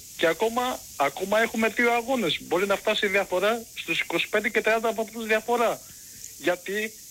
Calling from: Central Greece, Greece; από Εύβοια

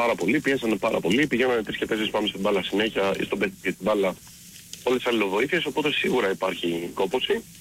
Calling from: Vrilissia, Attica, Greece; από Βρυλίσια

